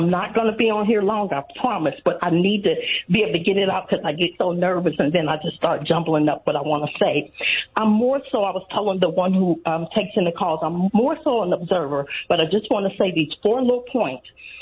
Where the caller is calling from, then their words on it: Chicago, Illinois, United States; I'm from Chicago